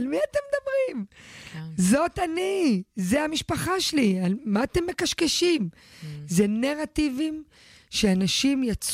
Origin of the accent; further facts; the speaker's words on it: Beersheba, Southern District, Israel; אני גדלתי בבאר שבע בשנות ה-90, גרנו ברחוב העלייה, השבעת לך רומנים, פולנים, מרוקאים, פרסים, דתיים, חרדים, חילונים.